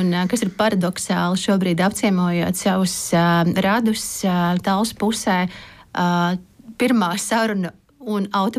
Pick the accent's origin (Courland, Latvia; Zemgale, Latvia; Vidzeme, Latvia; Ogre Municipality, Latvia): Courland, Latvia; Talsi; accent: Courland (dropping word endings); moved away; also born or lived in Vandzene; Es esmu no Talsiem. Man sanāca arī kaut kādu laika posmu padzīvot Vandzenē, kas ir vieta starp Talsiem un Roju.